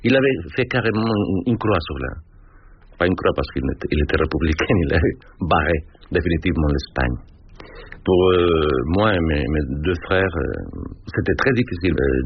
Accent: Mexico; French is a second language; moved away as an adult; now in France; Je suis venu en France à 21 ans. En fouillant un pays qui n'était pas le mien. Je suis né au Mexique, je chantais l'hymne national tous les lundis à l'école

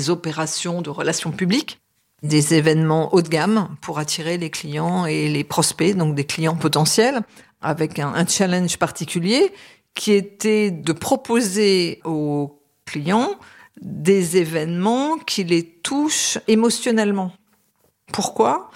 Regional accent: Lille, Hauts-de-France, France; born there; also born or lived in Paris; now in South of France, France; Et j'ai quitté Paris en 2017 pour le sud de la France. Je suis née à Lille, dans le Nord, capitale des Flandres.

